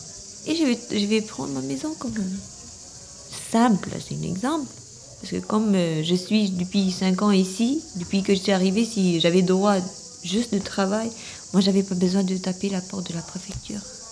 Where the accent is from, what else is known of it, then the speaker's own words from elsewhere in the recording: Albania; French is a second language; moved away as an adult; now in France; Oui, Mais je suis venue de l'Albanie.